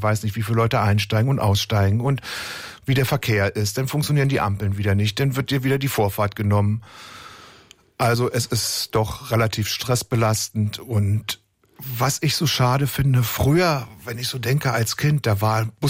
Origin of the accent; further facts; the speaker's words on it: Haselünne, Lower Saxony, Germany; Haselünne im Emsland, wo es die drei Brennereien gibt, ne?